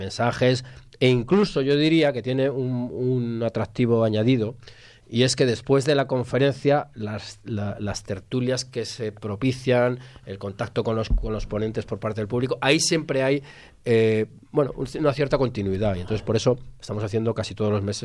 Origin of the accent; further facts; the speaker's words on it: Cuenca, Castilla-La Mancha, Spain; Yo no puedo entender que un tío de Cuenca, yo soy de Cuenca, considere que es inferior que un tío de Sabadell.